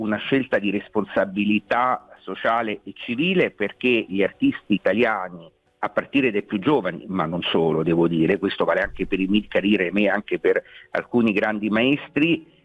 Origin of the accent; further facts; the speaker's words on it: Veneto, Italy; noi siamo veneti della terraferma